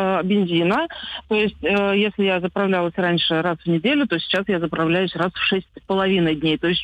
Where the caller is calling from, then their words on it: Zhukovsky, Moscow Oblast, Russia; Жуковский, Московская область.